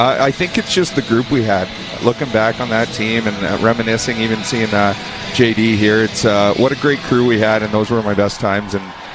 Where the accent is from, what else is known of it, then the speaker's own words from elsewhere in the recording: Sarnia, Ontario, Canada; moved away as an adult; now in Boston area, United States; I just moved down a couple of years ago from Sarnia, Ontario, my hometown, and I'm just 35 minutes to the north of the city.